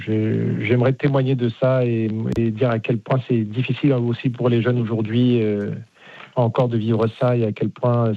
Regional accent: Nanterre, Île-de-France, France; also born or lived in Rueil-Malmaison; Donc, de base, moi, j'étais de Nanterre, j'étais dans une cité. Donc, je suis arrivé à Rueil-Malmaison. C'est pas du tout le même milieu et le même contexte.

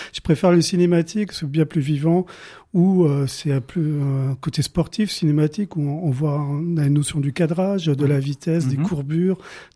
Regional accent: Grand Est, France; je suis lorrain

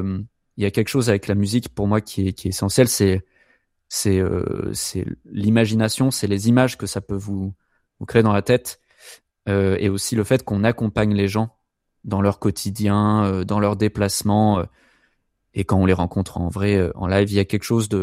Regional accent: Montpellier, Occitanie, France; Donc … et moi, on est de Montpellier.

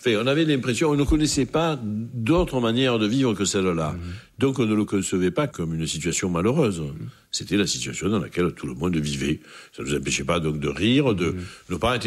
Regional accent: Marseille, Provence-Alpes-Côte d'Azur, France; born there; Bon, après, je regarde le monde du même endroit. C'est-à-dire de l'endroit où je suis né, de l'Estac, en fait, de ce point de vue-là.

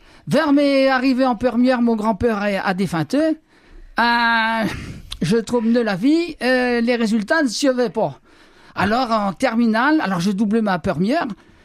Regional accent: Saint-Gilles-du-Mené, Brittany, France; je suis né natif à Saint-Gilles-du-Menay.

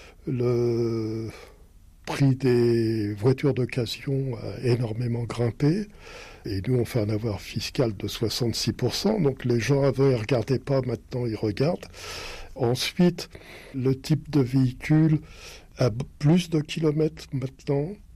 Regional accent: Paris, Île-de-France, France; Complètement, parce que, vous savez, je suis parisien d'origine, c'est facile de dire on peut se passer de voiture.

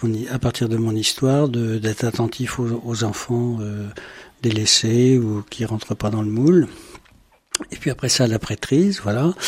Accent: France; c'est-à-dire on est français, gaulois, de génération en génération

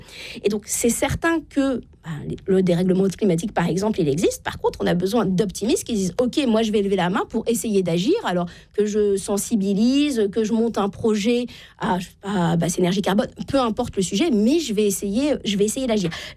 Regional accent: Normandy, France; Moi, je viens de la Normandie, Uber Eats n'est pas arrivé partout en France, on est bien d'accord.

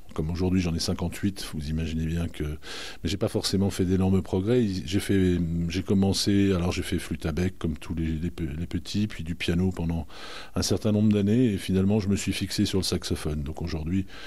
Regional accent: Rouen, Normandy, France; moved away as an adult; also born or lived in Lorraine; À l'origine, je suis lorrain, mais effectivement, je suis tout petit, je suis arrivé à Rouen, où je suis resté jusqu'à mes 35 ans.

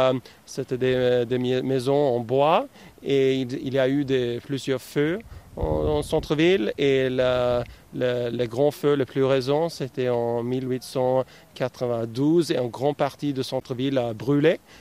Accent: Norway; qui a produit environ 50% de toute la glace qu'on mange chez nous en Norvège de nos jours.

